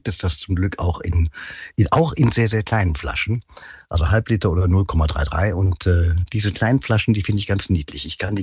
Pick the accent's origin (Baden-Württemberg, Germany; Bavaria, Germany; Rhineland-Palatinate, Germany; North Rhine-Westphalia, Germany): North Rhine-Westphalia, Germany; Cologne; die wir als Kölner ja auch bei uns im Stadtwappen haben.